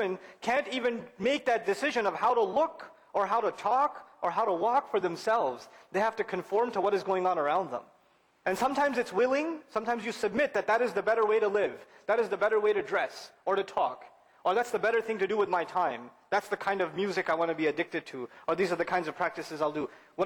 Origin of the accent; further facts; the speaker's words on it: Pakistan; I'm from Pakistan originally, and this is a problem in Pakistan, I'll tell you.